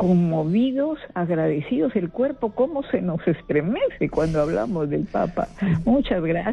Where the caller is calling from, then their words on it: Chepén, La Libertad, Peru; yo soy de Chepén, pero Chiclayo está a un paso.